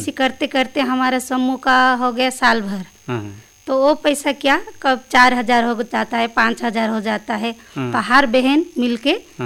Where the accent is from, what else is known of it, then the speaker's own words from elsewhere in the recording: Chhattisgarh, India; राधा कृष्णा सहायता समूह से परचन पाल के रहने वाली हूँ।